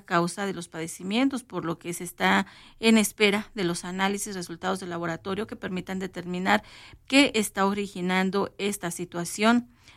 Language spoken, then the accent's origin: Spanish; Mexico; pues así somos mexicanos